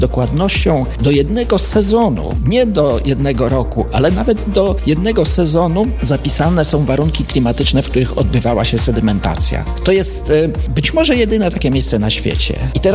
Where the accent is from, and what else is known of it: Podlasie, Poland; also born or lived in Göttingen, Germany